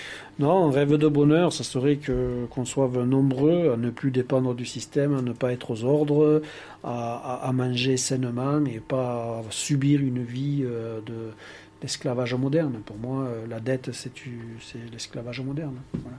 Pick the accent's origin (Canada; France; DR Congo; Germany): France; Occitanie; moved away as an adult; moi j'ai grandi en Aveyron.